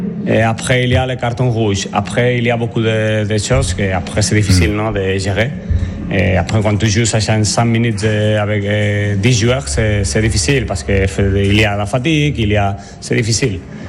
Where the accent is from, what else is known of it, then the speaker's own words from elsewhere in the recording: Spain; French is a second language; moved away; parce que je suis espagnol, je ne sais pas, mais je parle français.